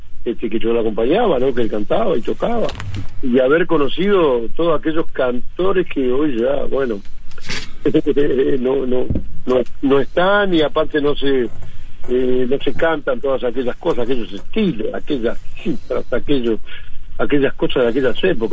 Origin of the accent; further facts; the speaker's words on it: Montevideo, Uruguay; Allí estuvo la cura Maroña. Y bueno, yo nací allí, salí en Tumarán. En el año 1952.